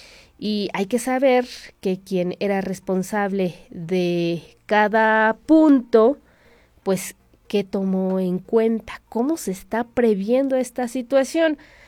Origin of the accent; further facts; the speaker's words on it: San Agustín Tlaxiaca, Hidalgo, Mexico; now in Pachuca, Mexico; mi municipio de origen es un pues gran, que podríamos decir, exportador de esta materia prima, el maíz.